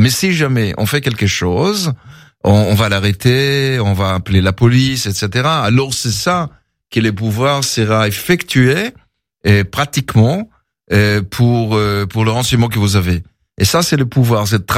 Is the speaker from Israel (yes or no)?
yes; Jerusalem, Jerusalem District, Israel; French is a second language; je suis né à Jérusalem, ça vous savez déjà.